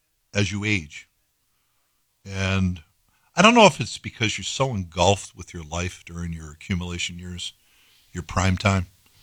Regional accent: Schaghticoke, New York, United States; when I was a kid growing up in Scaticoke, the metropolis of Scaticoke

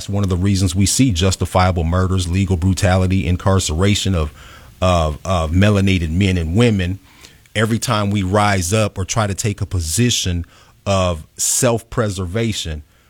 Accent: Kansas City, Missouri, United States; now in Chicago, United States; You know, I've been living in Chicago for 4 years now. I moved here from Kansas City

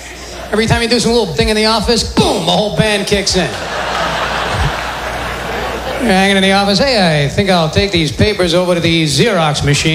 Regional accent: New York, United States; I'm from New York, where our slogan is, show me a guy with one foot, and I'll show you a guy who tried to hide his money in his shoe.

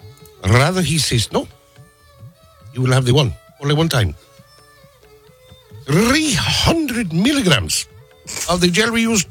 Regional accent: Iran; but I am not Indian. I am not Bangkokian. Okay, I am Iranian.

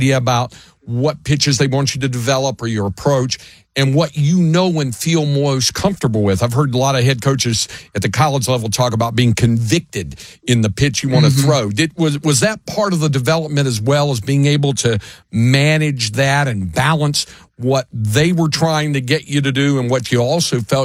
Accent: Greensboro, North Carolina, United States; Yeah, I grew up in Greensboro

